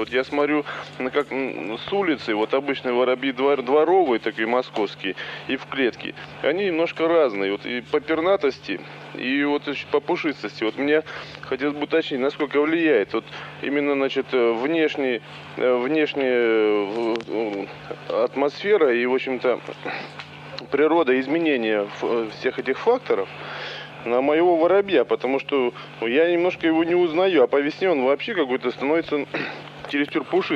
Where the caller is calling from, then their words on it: Moscow, Russia; мы с воробьем тоже московские оба